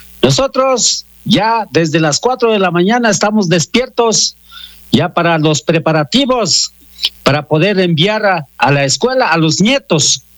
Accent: Ecuador; Porque somos de Ecuador.

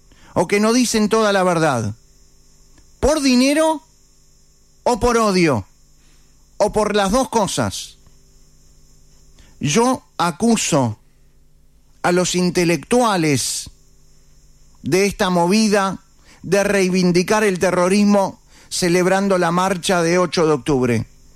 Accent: Uruguay; Este es el detalle que hay que prestar atención. Somos uruguayos.

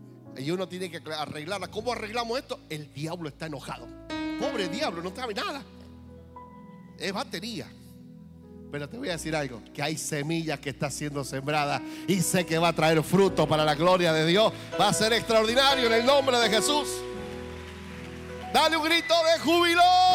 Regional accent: Mendoza, Argentina; born there; soy mendocino porque nací en Mendoza.

